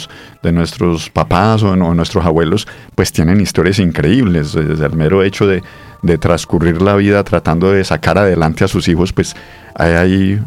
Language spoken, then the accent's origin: Spanish; La Ceja, Antioquia, Colombia; also born or lived in Abejorral, Antioquia; soy de Abejorral. Y gran parte de mi niñez y mi juventud transcurrió en La Ceja